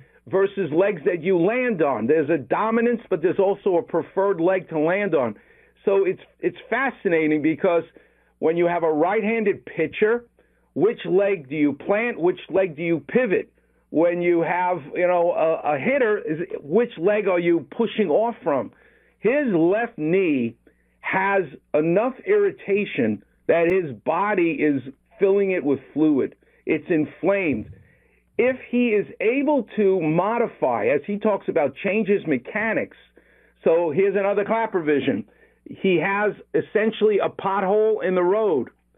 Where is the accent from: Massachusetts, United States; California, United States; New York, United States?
New York, United States; Far Rockaway; I'm from Far Rockaway.